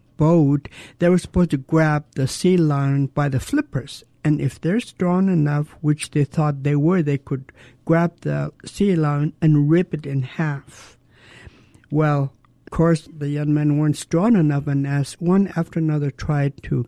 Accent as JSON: {"language": "English", "town": "Douglas", "region": "Alaska", "country": "United States", "tie": "born or raised there", "said": "I was born and raised in Douglas. I belong to the Raven Moiety. I come from the Whale House in Tlokwan, which is a Kanaktede house."}